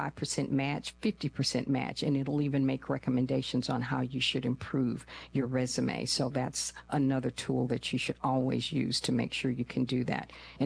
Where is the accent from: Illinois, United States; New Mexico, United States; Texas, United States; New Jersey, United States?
New Jersey, United States; born there; also born or lived in Rhode Island; And well, I was born in New Jersey, and then I moved to Rhode Island